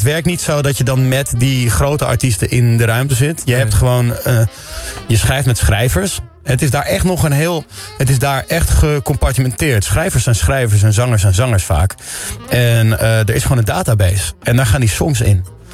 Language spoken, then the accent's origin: Dutch; Netherlands; Ik spreek voor een Nederlander uitzonderlijk goed Engels, maar voor een Amerikaan niet per se.